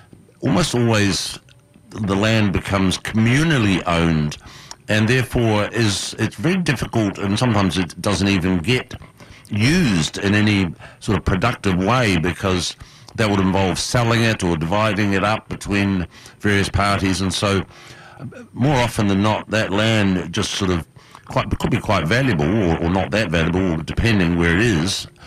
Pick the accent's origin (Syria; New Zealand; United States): New Zealand; Well, see, I'm originally from New Zealand, Raymond, and in New Zealand, the indigenous people there, the Maori, are very highly integrated into